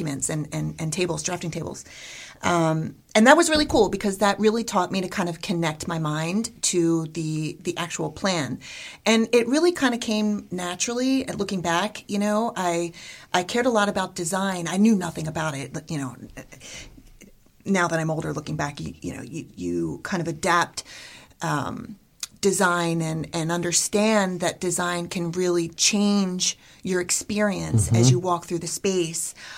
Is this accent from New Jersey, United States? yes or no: yes; New Jersey, United States; So I grew up on the East Coast. I grew up in South Jersey.